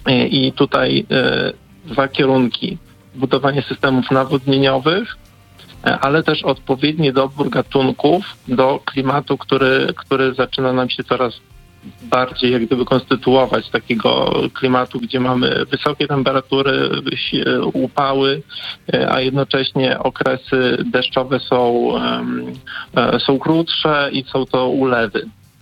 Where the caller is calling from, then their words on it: Warsaw, Masovian Voivodeship, Poland; mieszkam w Warszawie, mam na osiedlu taki ogródek